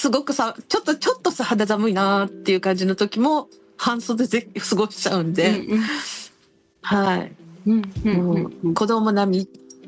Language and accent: Japanese; Kanagawa, Japan; moved away as an adult; now in Okinawa, Japan; 出身は神奈川なんですけれども、主人も神奈川出身で、ちょっと主人の転勤で一緒についてきたっていう感じで、もう15年になります。